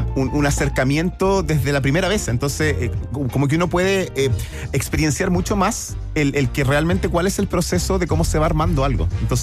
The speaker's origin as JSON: {"language": "Spanish", "country": "Chile"}